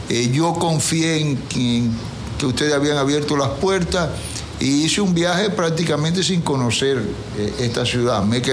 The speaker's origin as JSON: {"language": "Spanish", "country": "Cuba", "tie": "born or raised there", "moved": "as an adult", "lives_now": "Ecuador", "said": "En Cuba viví hasta el 2014."}